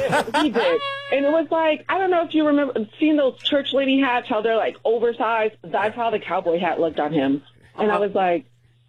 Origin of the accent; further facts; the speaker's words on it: Chicago, Illinois, United States; now in Texas, United States; So, I am originally from Chicago, moved to Texas.